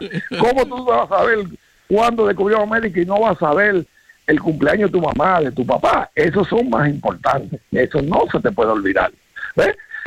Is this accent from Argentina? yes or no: no; Puerto Rico